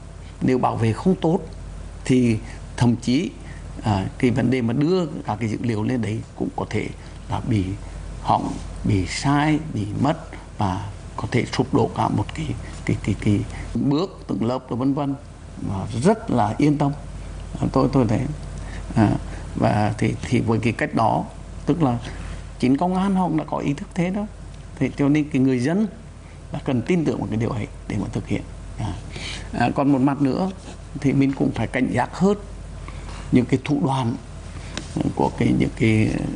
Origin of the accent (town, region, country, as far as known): Quang Binh, Vietnam; born or raised there; now in Hanoi, Vietnam